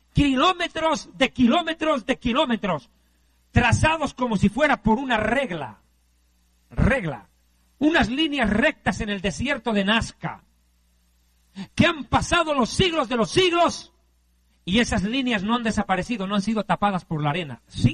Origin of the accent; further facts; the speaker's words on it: Bolivia; now in Mexico; ¿Quién puede entender lo que en mi país, Bolivia, tenemos?